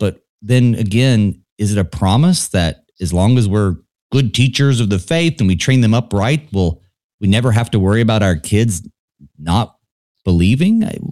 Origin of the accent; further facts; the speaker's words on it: the South, United States; moved away; growing up in the South